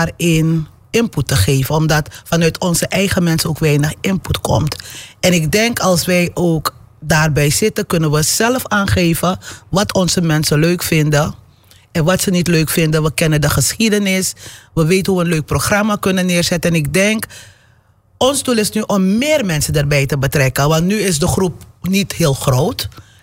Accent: Suriname; now in Almere, Netherlands

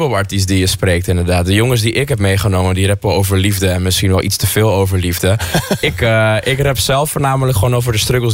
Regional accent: Almere, Flevoland, Netherlands; ik kom uit Almere, ik ben een Almere yes man.

